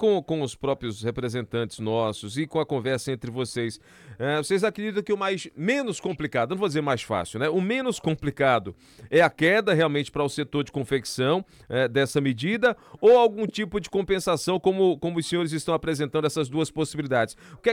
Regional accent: Pernambuco, Brazil; dos nossos, dos pernambucanos

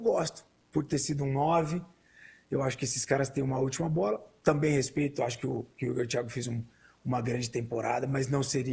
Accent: Brazil; Eu confio como brasileiro, sou apaixonado.

